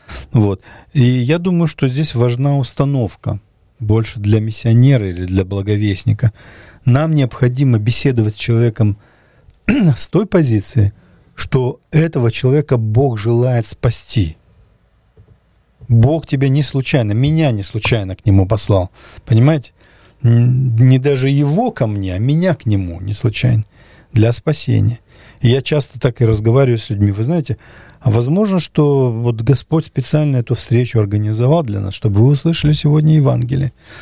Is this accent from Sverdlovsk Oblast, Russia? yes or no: no; Kabardino-Balkaria, Russia; Например, я кабардинец, я мусульманин. То есть я родился кабардинцем, это значит, я уже мусульманин.